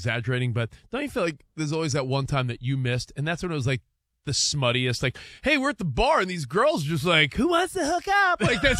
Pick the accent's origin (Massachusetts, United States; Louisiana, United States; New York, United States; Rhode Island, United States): New York, United States; I'm not a Knicks fan, even though I'm from New York.